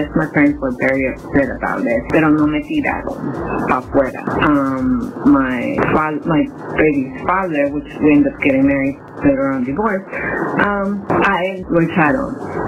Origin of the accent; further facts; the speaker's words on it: Long Beach, California, United States; I'm from Long Beach.